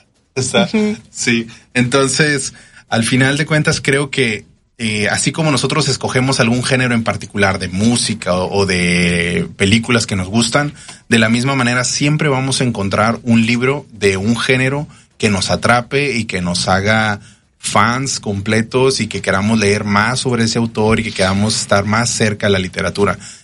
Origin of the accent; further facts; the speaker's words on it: northern Mexico, Mexico; yo como buen norteño